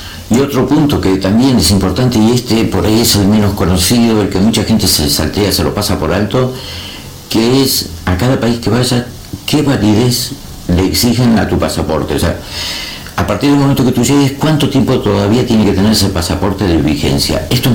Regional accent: Argentina; moved away as an adult; now in Spain; en mi país, en Argentina, como ya saben, yo ya llevo muchos años fuera

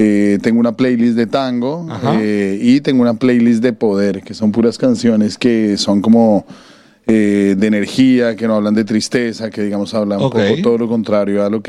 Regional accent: Bogotá, Colombia; De Bogotá y Bogotá. Mi padre es de Barranquilla

